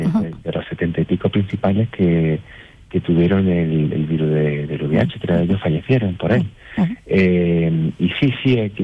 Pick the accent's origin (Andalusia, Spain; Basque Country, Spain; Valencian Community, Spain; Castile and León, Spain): Andalusia, Spain; Úbeda; A Úbeda, mi tierra, mi preciosa ciudad